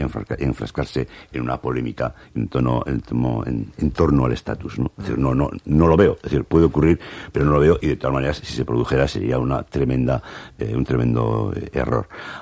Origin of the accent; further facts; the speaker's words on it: Basque Country, Spain; A mí, como ciudadano vasco